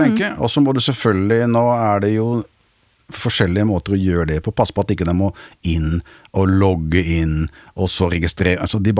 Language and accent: Norwegian; Nesodden, Akershus, Norway; jeg vokste opp på Nesodden, da, det derfor jeg sier inn I Oslobyen.